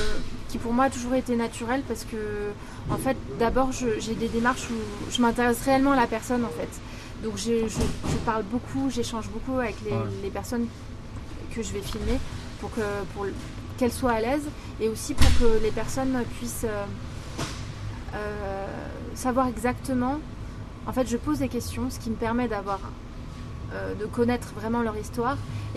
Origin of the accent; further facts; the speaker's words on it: Paris, Île-de-France, France; moved away; j'ai eu des expériences à Paris, là d'où je viens. Mais j'ai eu une expérience de 3 ans à Digne-les-Bains